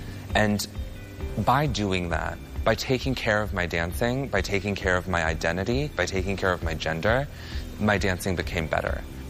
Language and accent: English; New Hampshire, United States; also born or lived in Atlanta, United States; I'm originally from New Hampshire. I was born in Atlanta, Georgia, but I was adopted at 2 weeks old.